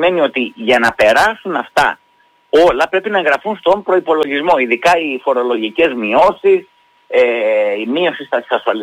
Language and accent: Greek; Heraklion, Crete, Greece; moved away; Ξέρεις ότι πέρασα τα παιδικά μου χρόνια στην Κρήτη, στο Ηράκλειο